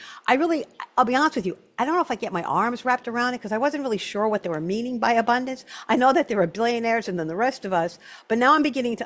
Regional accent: Brooklyn, New York, United States; She's a writer living in Brooklyn, my hometown.

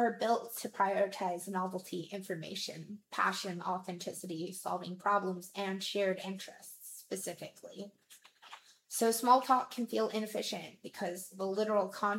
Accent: Deep South, United States; now in West Coast, United States; Like, we're here on the West Coast right now. I am from the Deep South.

